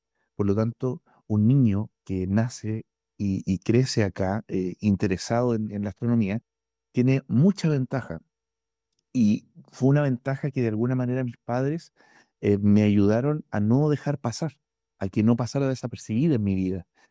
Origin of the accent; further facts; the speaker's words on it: La Serena, Coquimbo, Chile; born there; yo soy de Chile, nacido en la ciudad de La Serena. Esta región es catalogada como la capital mundial de la astronomía. Tiene los cielos más limpios del mundo